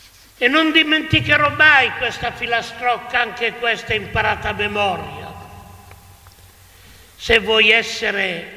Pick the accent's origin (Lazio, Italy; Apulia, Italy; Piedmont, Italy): Piedmont, Italy; io sono cresciuto nel mio paese del Monferrato